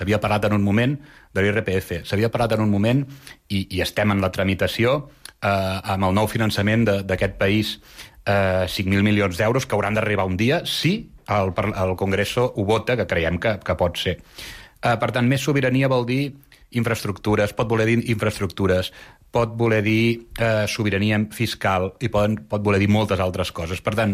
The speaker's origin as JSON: {"language": "Catalan", "town": "Mollet del Vallès", "region": "Catalonia", "country": "Spain", "said": "Mollet, d'on soc jo, Mollet del Vallès"}